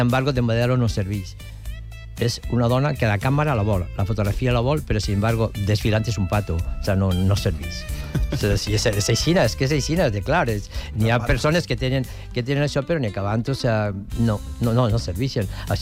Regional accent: Meliana, Valencian Community, Spain; Loren és de Foios, jo soc de Meliana

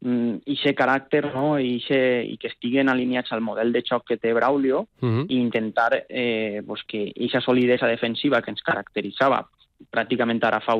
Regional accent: Alzira, Valencian Community, Spain; som els tres d'Alcira, som els líders del projecte

